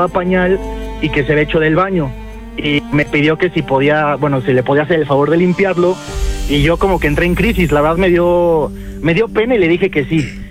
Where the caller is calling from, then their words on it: Mexico City, Mexico; De la Ciudad de México.